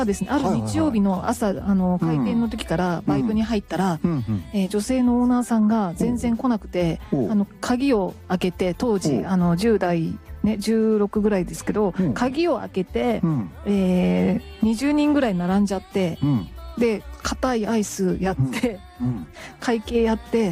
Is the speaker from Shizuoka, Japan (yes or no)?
no; Kagawa, Japan; moved away; 私あの地元の香川県にいる頃にですね、あのサーティワンで、うん、バイトしてたことがあるんですけど、